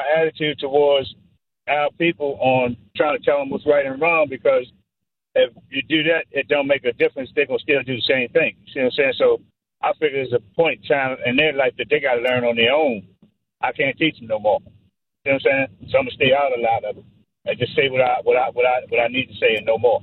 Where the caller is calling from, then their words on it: Baltimore, Maryland, United States; I'm from Baltimore, Carl.